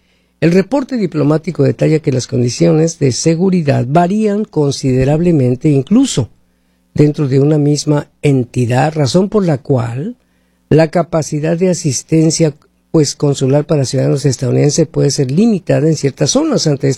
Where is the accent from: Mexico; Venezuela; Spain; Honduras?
Mexico; México está en Norteamérica, también nosotros, también los mexicanos somos norteamericanos.